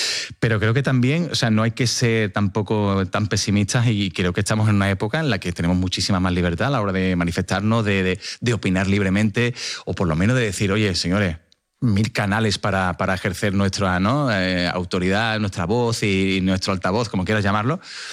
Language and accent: Spanish; Seville, Andalusia, Spain; todo el mundo sabe que yo soy de Sevilla y soy de una ciudad que se vive con mucha pasión.